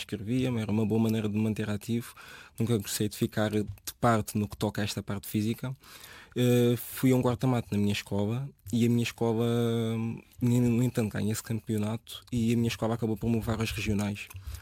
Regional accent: Portugal; born there; tenho 23 anos e faço atletismo adaptado. Nasci cá em Portugal, os meus pais são de São Tomé e Príncipe.

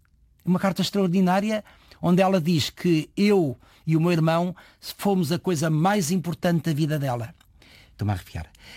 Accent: Lisbon, Portugal; born there; Atenção que eu nasci em Lisboa, minha mãe conhece o meu pai em Lisboa, volta para Coimbra, que é um meio pequeno.

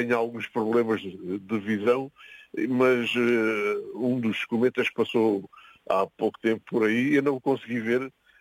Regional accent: Messejana, Alentejo, Portugal; also born or lived in Odemira; Eu nasci em Odmira, mas atualmente moro em Mesana. Atualmente desde os 6 anos, portanto há 60 anos que moro por aqui.

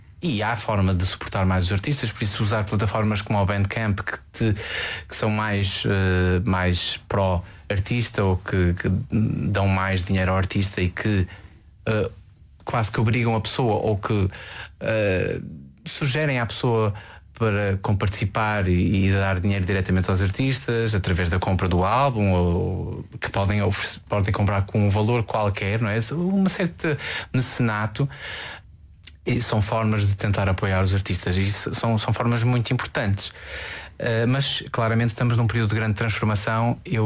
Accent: Porto, Norte, Portugal; also born or lived in Azores; eu nasci nos Açores e, ou seja, na realidade vivi quase a minha vida toda no Porto, em território nacional.

